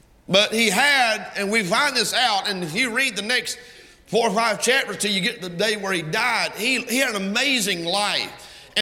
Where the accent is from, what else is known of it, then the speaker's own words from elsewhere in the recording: Waterloo, Georgia, United States; I was born and raised in Waterloo, Georgia. You can't hardly find it. It's only about a mile wide from one end to the other. I'm telling you, it's a hole in the road. Ain't nothing there.